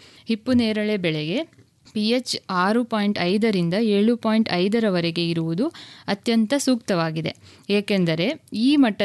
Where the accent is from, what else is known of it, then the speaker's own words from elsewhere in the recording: Kolar, Karnataka, India; now in Mysore, India; ನಾನು ಮೂಲತಃ ಕೋಲಾರದಿಂದ ಬಂದಿದ್ದೇನೆ.